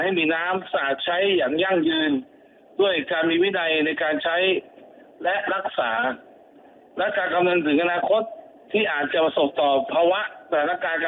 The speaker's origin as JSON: {"language": "Thai", "region": "Chonburi", "country": "Thailand", "moved": "as an adult", "lives_now": "Bangkok, Thailand", "said": "ผมเองอาจจะเป็นคนชลบุรีแต่มาอยู่กรุงเทพโดยนำลูกมาศึกษา"}